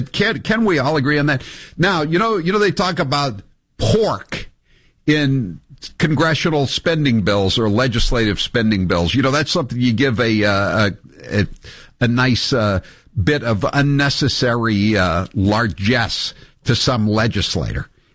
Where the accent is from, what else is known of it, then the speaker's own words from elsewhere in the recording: Farmington, Maine, United States; from Farmington, Maine, by the way.